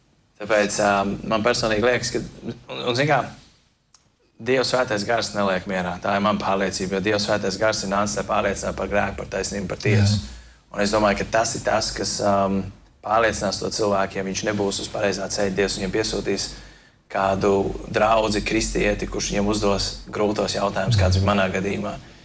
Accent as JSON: {"language": "Latvian", "town": "Liepāja", "region": "Kurzeme", "country": "Latvia", "said": "mēs no Liepājas mums katru gadu tā, kad kādi jaunieši beidz skolas, un tad viņi dodas uz Rīgu, piemēram."}